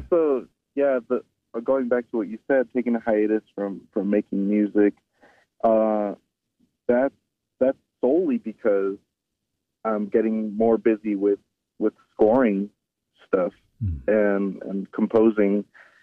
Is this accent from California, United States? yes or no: yes; California, United States; especially growing up in SoCal, like disconnected from everything.